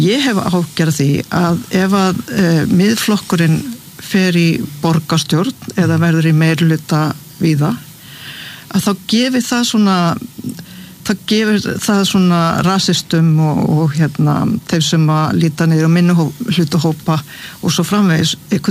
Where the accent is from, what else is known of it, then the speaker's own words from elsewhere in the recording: Suðurnesjabær, Southern Peninsula, Iceland; samfylkingin vann sigur í Suðurnesjabæ, mínum heimabæ fengu 34%